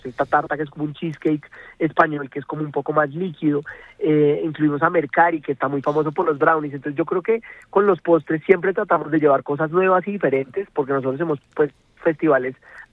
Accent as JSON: {"language": "Spanish", "country": "Colombia", "said": "Nosotros al final pues somos colombianos, nos mueve mucho como todo lo que sea nuestro."}